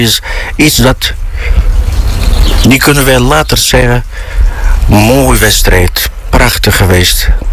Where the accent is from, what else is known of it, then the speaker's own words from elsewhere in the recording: Morocco; now in Friesland, Netherlands; mijn vaderland is Marokko, maar mijn moederland is Friesland